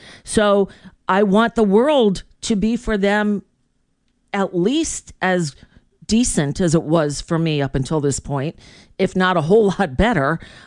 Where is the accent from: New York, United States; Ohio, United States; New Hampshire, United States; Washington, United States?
New York, United States; born there; I was born in New York, so I lived there for a little while.